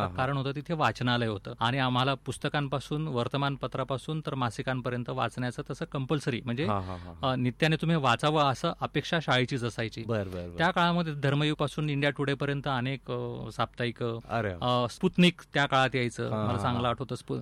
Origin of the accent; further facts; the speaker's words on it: Jalgaon district, Maharashtra, India; also born or lived in Amalner / Tandulwadi / Bhusawal; माझा मूळ जिल्हा तसा जळगाव. 5वी पर्यंत मी गावाकडे शिकलो, जिल्हा परिषदेची शाळा होती.